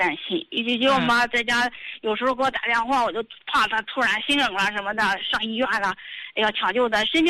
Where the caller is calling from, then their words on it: Tangshan, Hebei, China; 我是唐山的。